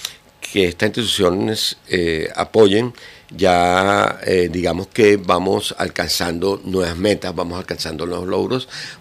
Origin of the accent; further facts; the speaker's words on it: Venezuela; moved away as an adult; now in Zaragoza, Spain; yo vengo de Venezuela, yo era docente en la Universidad de Estudios Musicales y en el Conservatorio Superior de Música allá.